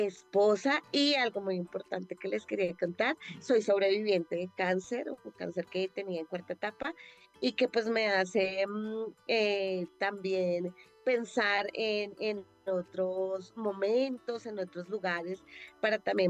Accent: Bogotá, Colombia; also born or lived in Boyacá, Colombia; yo nací en un pueblo de Boyacá, en una vereda. Yo soy colombiana, me trajeron muy pequeña a Bogotá y pues casi que soy de Bogotá por crianza.

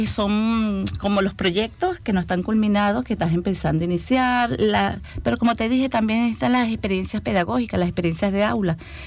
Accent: Venezuela; now in Chile; Yo soy de Venezuela y estoy trabajando en la Universidad de Los Lagos desde el año 2018

